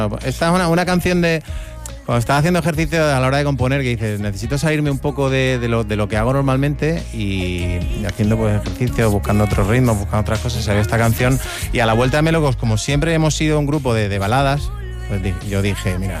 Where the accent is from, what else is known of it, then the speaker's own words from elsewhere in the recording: El Puerto de Santa María, Andalusia, Spain; moved away as an adult; now in Madrid, Spain; Ya digo que soy más madrileño que gaditano. Pero o sea, al final llevo muchísimos años, me vine aquí con 20, tengo 30 y pico ya, el otro día cumplí 40, se me olvida, llevo 20 años aquí.